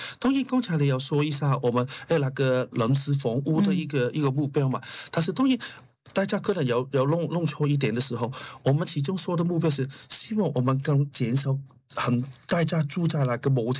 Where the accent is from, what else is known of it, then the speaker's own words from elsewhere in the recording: New Zealand; 我们新西兰人不是福利很好吗？